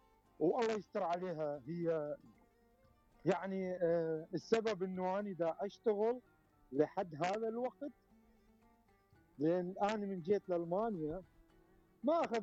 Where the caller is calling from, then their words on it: Germany; من المانيا.